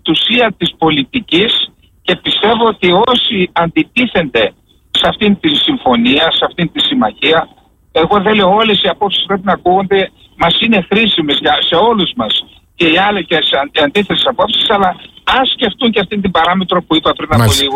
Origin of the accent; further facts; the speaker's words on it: Greece; Στην Ελλάδα είμαστε Έλληνες, είμαστε.